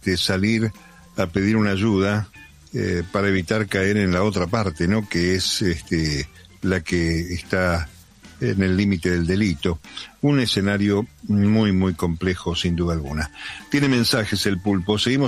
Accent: Argentina; Digo nosotros como argentino, porque jamás votaría un energúmeno de esta magnitud.

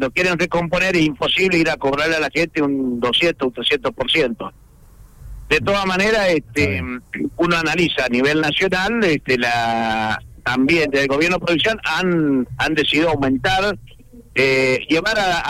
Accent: Mendoza, Argentina; Siendo mendocino

